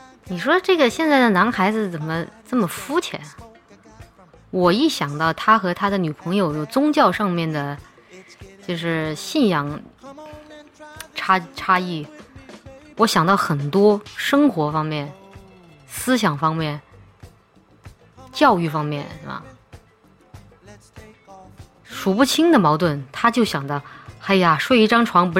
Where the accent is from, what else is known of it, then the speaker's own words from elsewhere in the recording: Chongqing, China; 在我们重庆话里面有一句话叫做换教还脚